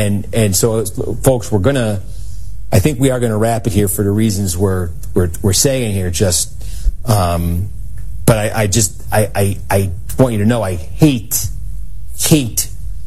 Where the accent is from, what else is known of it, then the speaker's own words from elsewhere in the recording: California, United States; Just want to say, Harry, as a Californian, it's amazing that people count overnight.